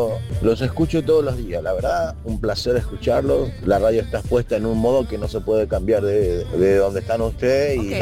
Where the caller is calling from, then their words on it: Lavallol, Buenos Aires Province, Argentina; soy de Lavallol.